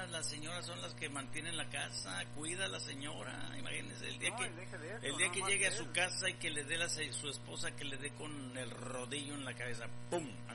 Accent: Guadalajara, Jalisco, Mexico; moved away; Escamocha, así le decimos allá en Guadalajara

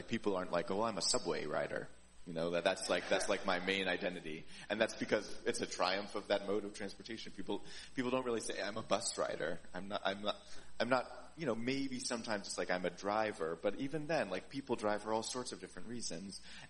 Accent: Ithaca, New York, United States; also born or lived in Washington, D.C.; now in New York City, United States; I grew up in Ithaca, New York. I spent 3 years in Washington, D.C., and I've spent, since then, I lived in New York since 2009.

